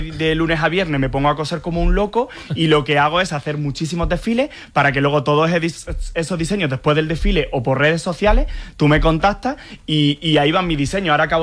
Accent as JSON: {"language": "Spanish", "region": "Andalusia", "country": "Spain", "said": "Quiero llevar mi tierra por bandera, Julio Romero de Torres, la Amapola, la de mi Valle de los Pedroches, los patios de Córdoba"}